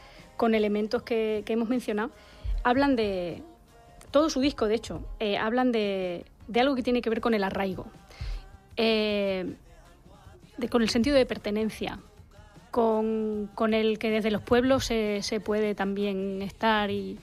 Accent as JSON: {"language": "Spanish", "region": "Extremadura", "country": "Spain", "said": "Yo soy extremeña, de la Siberia extremeña"}